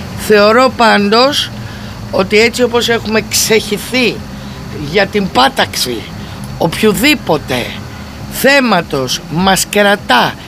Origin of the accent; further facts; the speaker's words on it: Greece; νιώθω πολύ περήφανη που είμαι Ελληνίδα.